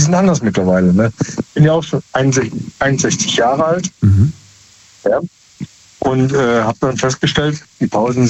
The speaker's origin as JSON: {"language": "German", "region": "Rhineland-Palatinate", "country": "Germany", "said": "Aus dem Hunsrück."}